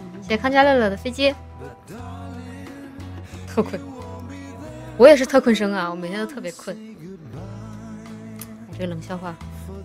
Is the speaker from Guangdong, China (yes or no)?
no; Chongqing, China; 我是重庆的考生